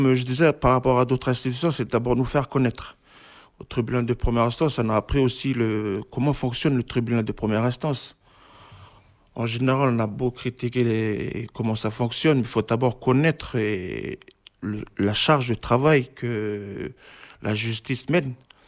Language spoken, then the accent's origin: French; Lifou, Loyalty Islands Province, New Caledonia; moi je viens de l'IFOU